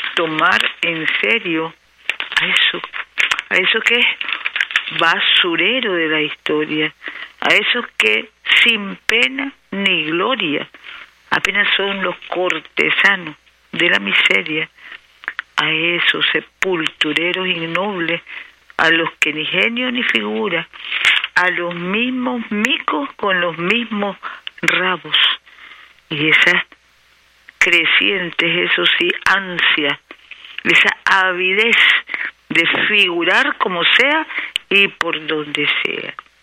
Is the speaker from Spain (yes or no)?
no; Nicaragua